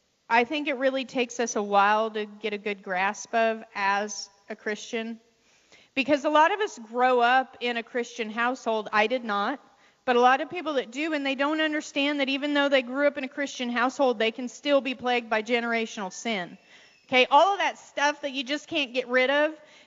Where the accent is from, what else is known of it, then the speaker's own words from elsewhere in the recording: Colorado, United States; my folks divorced when I was 4, and we had a property there. I grew up in Colorado. We had 40 acres, this gorgeous house that my dad built.